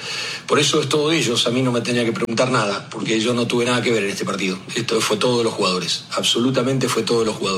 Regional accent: Argentina; miren, yo le voy a decir una cosa como argentino, no como técnico de la selección paraguaya.

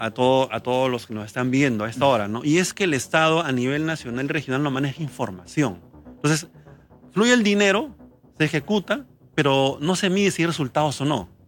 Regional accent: Peru; en realidad somos nosotros los peruanos, ¿no?

